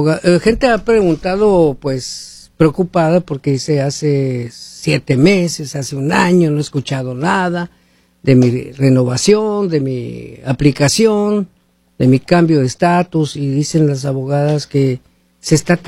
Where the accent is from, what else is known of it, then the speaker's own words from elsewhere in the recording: Hermosillo, Sonora, Mexico; moved away; Vamos a ver mi ciudad allá y Mexicali, las dos ciudades más calientes de Hermosillo, México.